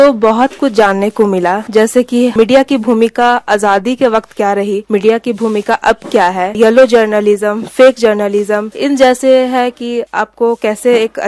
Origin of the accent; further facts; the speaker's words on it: Hazaribagh, Jharkhand, India; मेरी पैदाइश हजारीबाग में हुई है और मेरी जितनी भी पढ़ाई है, स्कूलिंग है और ग्रेजुएशन है, वो मैंने अपने ही शहर हजारीबाग से पूरा किया है।